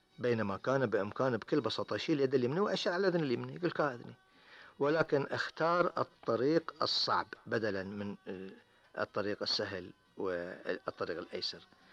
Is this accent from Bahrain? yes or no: yes; Bahrain; والعامة عندنا في البحرين يقولون عن نبع الماء الجاري على سطح الأرض السيح